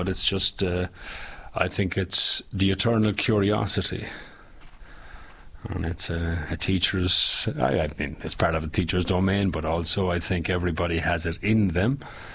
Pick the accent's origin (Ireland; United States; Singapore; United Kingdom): Ireland; I grew up in Ireland. It was okay. I was born in the 70s. Let's say, grew up in the 80s. And it was in that period when the Catholic Church still had its hold on the people.